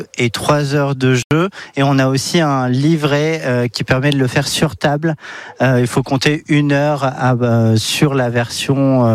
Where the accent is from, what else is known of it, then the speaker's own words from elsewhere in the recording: Clermont-Ferrand, Auvergne-Rhône-Alpes, France; also born or lived in south-east France; Je suis originaire de Clermont-Ferrand. D'accord. Et je suis né dans le sud-est